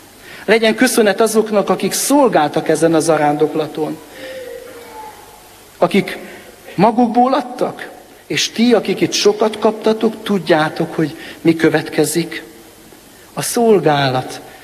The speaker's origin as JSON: {"language": "Hungarian", "region": "Transylvania", "country": "Romania", "tie": "born or raised there", "said": "Hogy ilyen szépnek teremtetted Erdélyországot, az én szülőhazámat."}